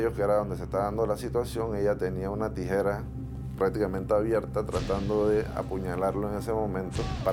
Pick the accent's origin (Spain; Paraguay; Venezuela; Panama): Panama; Mi infancia fue aquí en la República de Panamá